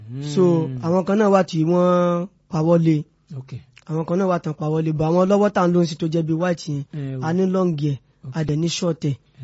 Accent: Ibadan, Oyo, Nigeria; Orúkọ tèmi ni … tí mo wá láti Ìbàdàn ní oríta pinrin lọ́lára nílùú Ìbàdàn.

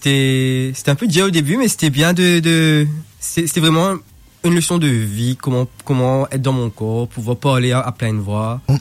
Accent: Mauritius; moved away as an adult; mais je crois que j'ai pris ça vraiment plus au sérieux quand je suis sorti de Maurice, parce que quand je crois que je t'avais dit à Maurice, j'étais un peu, enfin j'étais puni pour dessiner quand j'étais petit

